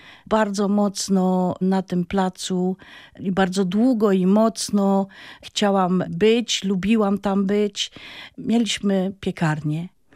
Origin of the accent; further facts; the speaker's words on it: Świętochłowice, Silesian Voivodeship, Poland; Kiedy ktoś się rodzi w miejscu takim, jak ja się urodziłam, czyli dzielnicy Świętochłowic, Lipiny, bardzo silnie związanej z kopalnią